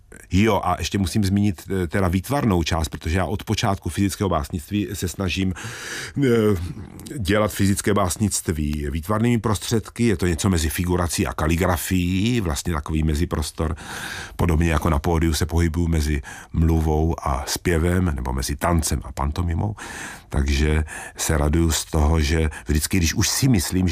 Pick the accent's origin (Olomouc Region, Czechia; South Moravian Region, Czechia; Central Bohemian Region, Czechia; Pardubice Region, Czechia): South Moravian Region, Czechia; Brno; Jsem teda z Brna, ale těch brněnských strašidel z různých důvodů je málo, zatímco těch pražských je spousta.